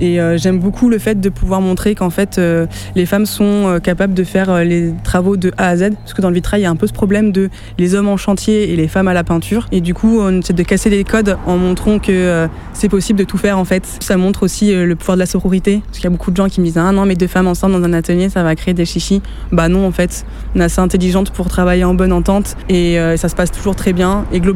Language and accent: French; Nouvelle-Aquitaine, France; on rayonne plus en Dordogne parce que c'est notre coin, vu qu'on est du Nontronné.